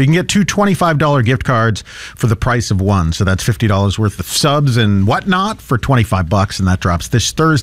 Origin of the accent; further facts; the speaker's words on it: Massachusetts, United States; moved away as an adult; now in New Hampshire, United States; because I'm not from New Hampshire, I grew up in Massachusetts